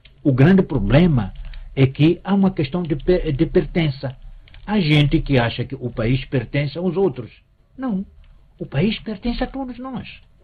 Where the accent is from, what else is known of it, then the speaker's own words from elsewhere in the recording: Mozambique; E nós, todos como moçambicanos